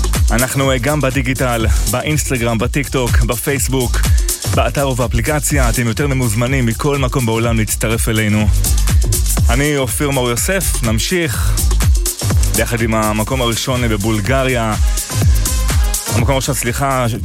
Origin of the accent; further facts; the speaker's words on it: Migdal HaEmek, Northern District, Israel; במגדל העמק, העיר שבה גדלתי.